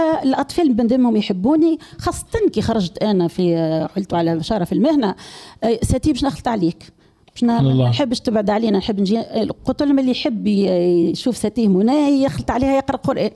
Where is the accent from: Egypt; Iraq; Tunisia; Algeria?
Tunisia; Zaghouan Governorate; now in Zaghouan, Tunisia; أولا أنا بنت المنطقة. نعم. هي مسقط رأسي وحبي الأبدي هي المقرن.